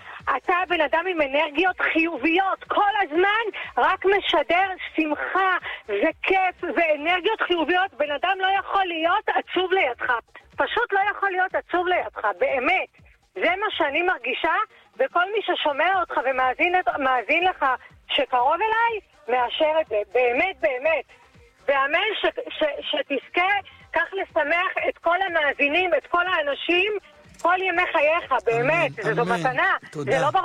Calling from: Ramat Gan, Tel Aviv District, Israel

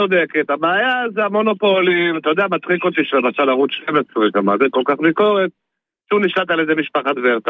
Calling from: Tel Aviv, Tel Aviv District, Israel

